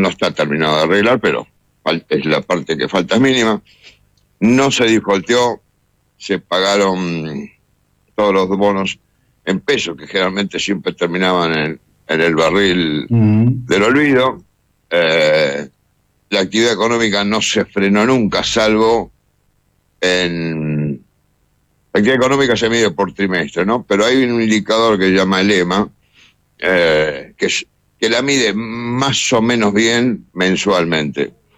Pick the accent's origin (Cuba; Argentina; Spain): Argentina; no estaba en Argentina, pero lo seguía porque como argentino uno sigue todo